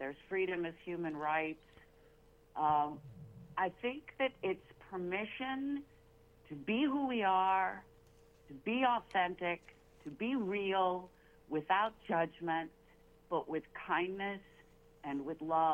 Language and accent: English; Tulsa, Oklahoma, United States; I was born and raised in Tulsa